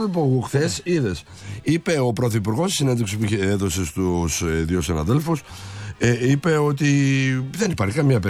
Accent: Crete, Greece; και επειδή είμαστε και από την Κρήτη, είμαστε και κριτικοί

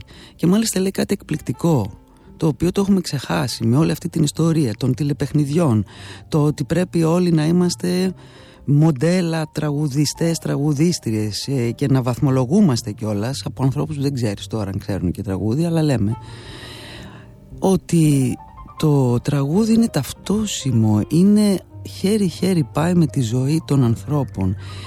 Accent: Piraeus, Attica, Greece; Το λέω ως Πειραιώτισσα, δικαιούμαι φαντάζομαι.

